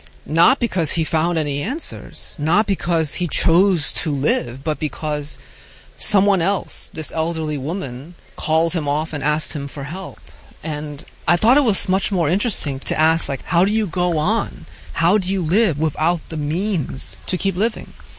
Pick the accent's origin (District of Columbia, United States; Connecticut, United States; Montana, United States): Connecticut, United States; Hartford; You know, when I was a little boy growing up in Hartford